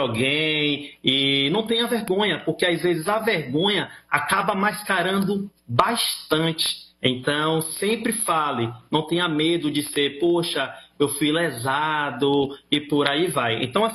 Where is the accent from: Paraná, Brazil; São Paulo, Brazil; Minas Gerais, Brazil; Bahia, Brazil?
Bahia, Brazil; Salvador; Não, eu sou de Salvador, Salvador, Bahia.